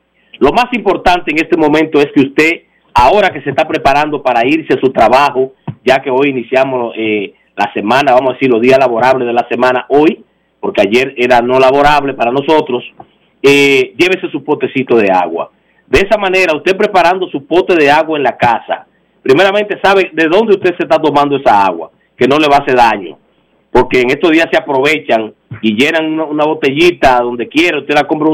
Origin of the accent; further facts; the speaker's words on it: Monte Cristi, Dominican Republic; tú sabes que yo soy multicristeño. Y yo soy un montecristeño que no he dejado mi tierra.